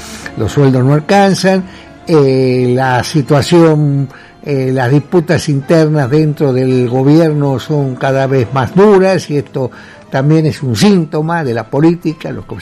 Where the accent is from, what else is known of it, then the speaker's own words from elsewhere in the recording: Argentina; como ciudadanos, como habitantes, como argentinos